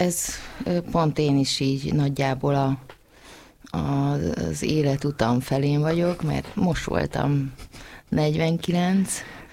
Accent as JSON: {"language": "Hungarian", "region": "Transylvania", "country": "Romania", "said": "hogy hová valósi az ember, tehát az erdélyiségem, azt például mindig is nagyon élveztem"}